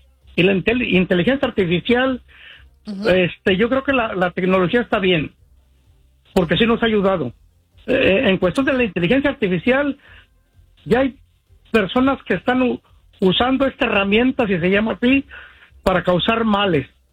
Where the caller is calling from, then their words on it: Tulsa, Oklahoma, United States; de Tulsa, Oklahoma.